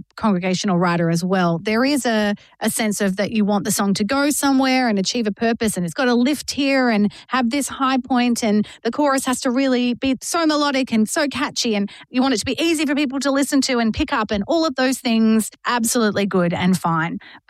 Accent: Sydney, New South Wales, Australia; You and I grew up in Sydney and we went to church just a couple of minutes away from Hillsong.

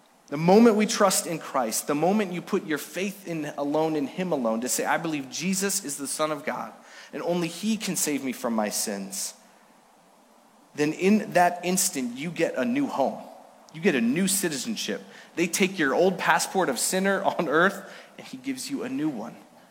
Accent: Villach, Carinthia, Austria; I was born in Villach, Austria. It's down in the south side of Austria, about 20 minutes from Italy, because that's where my parents served as missionaries after being sent out by this church in 1980. Now, even though I was born there, even though I lived there all my life

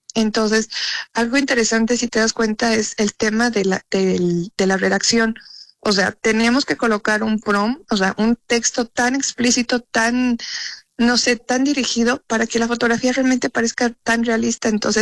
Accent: Mexico; born there; soy boliviana, mexicana, nací aquí en México, pero pues mis raíces son bolivianas. Pues el hecho de conectar mis dos países me enorgullecen

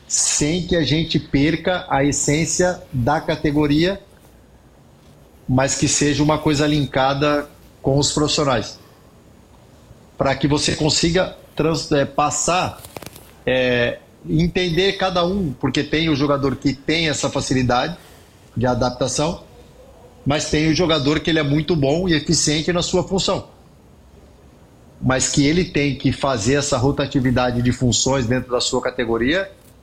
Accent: Iracemápolis, São Paulo, Brazil; Porque, cara, saí de Iracemápolis, filho de cortador de cana, né?

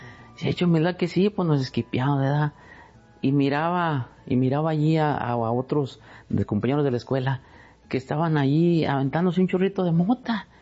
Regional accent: Mexico; Yo venía de México, yo soy de México, ¿verdad?

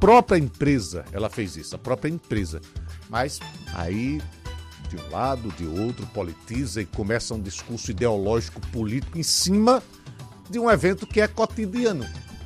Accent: Maceió, Alagoas, Brazil; Eu sou de Maceió, eu tenho um lugar de fala, viu?

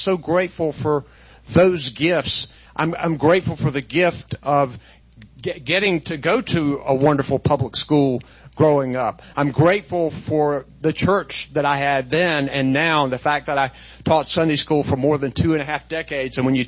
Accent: North Carolina, United States; Growing up in Eastern North Carolina, my parents were amazing. My mom was a public school teacher.

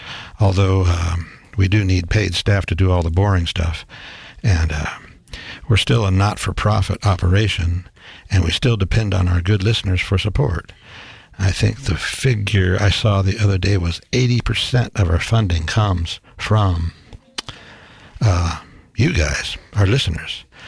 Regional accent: Los Angeles, California, United States; When I was growing up in my hometown of Los Angeles

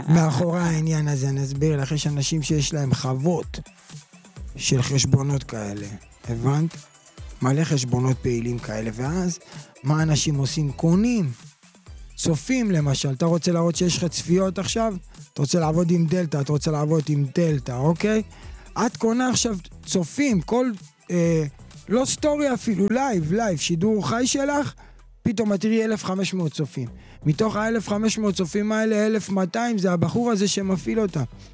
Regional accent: Jerusalem, Jerusalem District, Israel; born there; אני נולדתי בשערי צדק

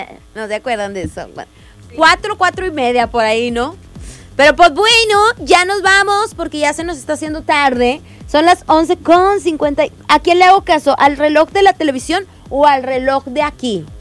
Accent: General Escobedo, Nuevo León, Mexico; soy de Escobedo

